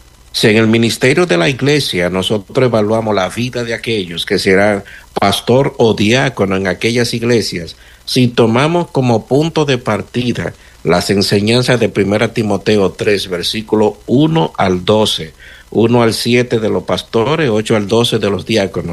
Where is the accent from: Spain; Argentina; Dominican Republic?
Dominican Republic; en el contexto de nosotros los dominicanos